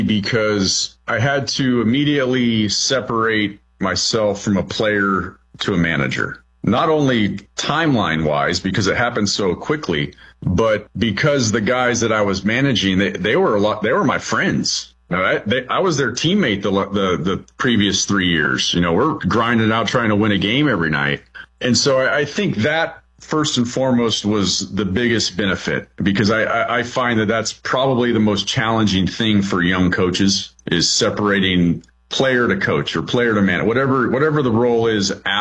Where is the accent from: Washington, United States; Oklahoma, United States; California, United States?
California, United States; Bakersfield; He saw that I was from Bakersfield